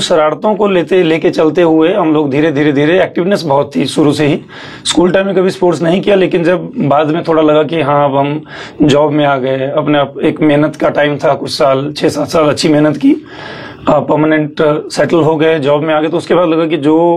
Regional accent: Mandi district, Himachal Pradesh, India; moved away as an adult; now in Dehradun, India; Basically मैं हिमाचल प्रदेश के मंडी जिले का रहने वाला हूँ और मेरी जो विद्यालय शिक्षा है वहीं से हुई।

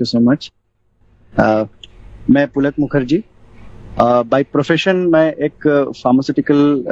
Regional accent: Varanasi, Uttar Pradesh, India; moved away as an adult; also born or lived in Allahabad; now in Lucknow, India; मेरी स्कूलिंग जो है बनारस में, बेसिकली बनारस का रहने वाला हूँ, जो कि एक संगीत का घराना, जाना माना घराना माना जाता है, और मेरी स्कूलिंग वहीं से हुई है।

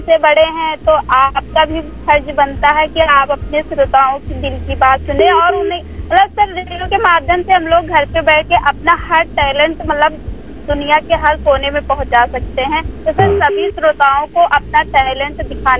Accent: Jagdishpur, Uttar Pradesh, India; मेरा गांव है जगदीशपुर, जो सीवर के पास में पड़ता है, और हमारा जिला रायबरेली है।

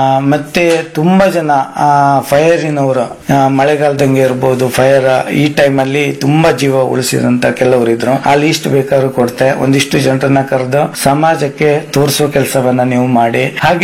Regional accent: Kundapura, Karnataka, India; accent: Kundapura Kannada; ಕುಂದಾಪುರದಂಗೆ ನಾನು ಮಾತಾಡಕ್ಕೆ, ಯಾಕಂದ್ರೆ ಕುಂದಾಪುರ ಬದಿಯವನೇ.

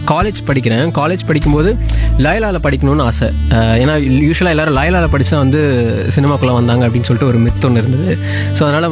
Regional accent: Tiruppur, Tamil Nadu, India; என்னோட சொந்த ஊர் திருப்பூர்.

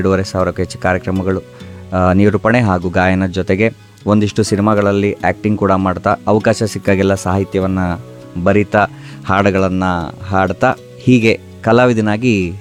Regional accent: Shivamogga, Karnataka, India; also born or lived in Chikkamagaluru; ನಾನು ಹುಟ್ಟಿದ್ದು ಚಿಕ್ಕಮಗಳೂರಲ್ಲಿ, ಆದರೆ ಓದಿದ್ದು ಬೆಳೆದಿದ್ದು ಎಲ್ಲ ಕಂಪ್ಲೀಟಾಗಿ ಫಸ್ಟ್ ಸ್ಟ್ಯಾಂಡರ್ಡಿಂದ ಶಿವಮೊಗ್ಗದಲ್ಲೇ. ಇವಾಗಲೂ ಕೂಡ ಮನೆ ಇರೋದು, ಹಾಗೆ ಈವೆಂಟ್ಸ್ ಎಲ್ಲ ಇದ್ದರೂ ಶೂಟಿಂಗ್ ಎಲ್ಲ ಇದ್ದರೂ ಕೂಡ ಮುಗಿಸ್ಕೊಂಡು ವಾಪಸ್ ಬರೋದು ಶಿವಮೊಗ್ಗಕ್ಕೆ, ಬೇರೆ ಕಡೆ ಇರಬೇಕು ಅಂತ ಅಷ್ಟು ಅನಿಸಲ್ಲ.

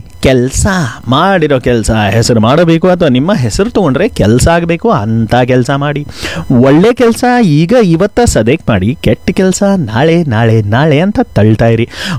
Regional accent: Belagavi, Karnataka, India; ಈಗ ನೀರಿನ ಸಮಸ್ಯೆ ಇಡೀ ನಮ್ಮ ಕುಂದಾನಗರಿ ಬೆಳಗಾವಿಗೆ ಬಂದಿದೆ.

